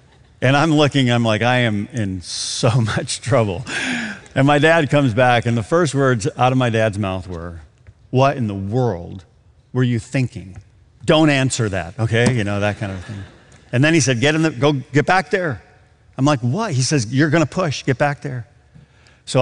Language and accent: English; Michigan, United States; I grew up in Michigan, get out of snow.